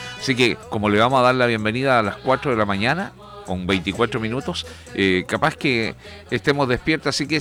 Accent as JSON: {"language": "Spanish", "country": "Chile", "said": "si soy chileno"}